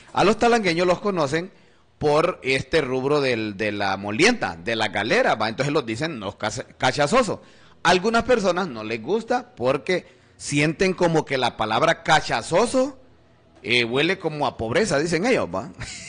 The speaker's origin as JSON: {"language": "Spanish", "country": "Honduras"}